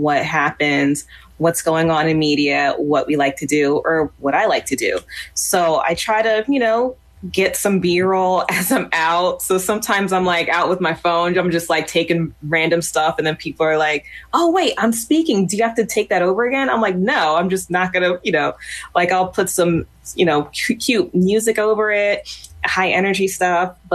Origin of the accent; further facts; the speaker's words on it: Philadelphia, Pennsylvania, United States; I'm from Germantown.